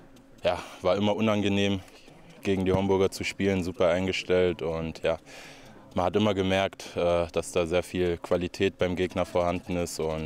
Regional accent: Saarbrücken, Saarland, Germany; moved away as an adult; also born or lived in Bavaria / North Rhine-Westphalia / Hesse; gebürtiger Saarbrücker oder Saarländer, also Saarland, schönste Bundesland in Deutschland.

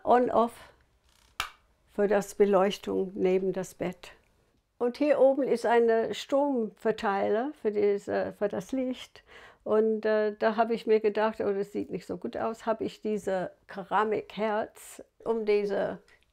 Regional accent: England, United Kingdom; German is a second language; um diese englische Ambiente im Stil meiner Heimat hinzubekommen.

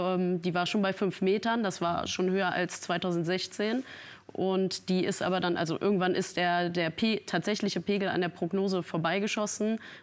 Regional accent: Dernau, Rhineland-Palatinate, Germany; Ich bin in Dernau groß geworden, ich bin da tief verwurzelt, habe da alle meine Freunde

